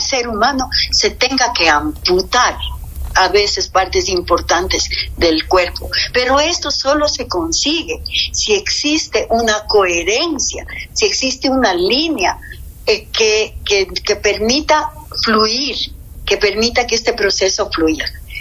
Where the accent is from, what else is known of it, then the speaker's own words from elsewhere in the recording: Ecuador; primero necesitamos como seres humanos, como ecuatorianos, necesitamos el tener conocimiento